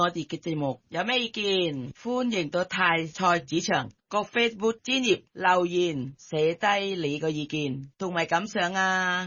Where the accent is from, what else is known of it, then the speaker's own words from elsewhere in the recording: Thailand; Cantonese is a second language; now in Hong Kong; 咁我哋系泰国人啦，但系我哋系香港得几耐下啦。